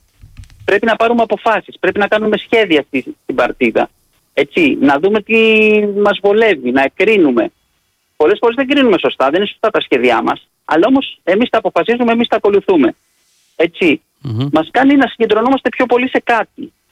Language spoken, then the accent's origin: Greek; Athens, Attica, Greece; moved away as an adult; now in Rhodes, Greece; Δεν είμαι από εδώ, είμαι εκ πεπιθήσεως Ροδίτης. Δηλαδή ήρθα να μείνω εδώ πριν 30 χρόνια και είμαι Ροδίτης